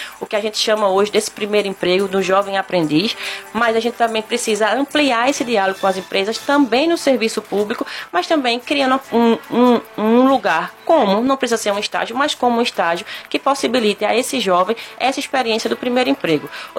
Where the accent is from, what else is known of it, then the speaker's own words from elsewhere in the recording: Caruaru, Pernambuco, Brazil; Caruaru, minha terrinha querida do coração